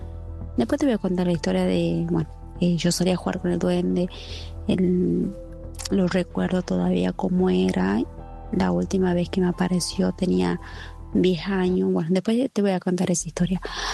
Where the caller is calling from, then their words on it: Famaillá, Tucumán, Argentina; yo soy de Famaillá.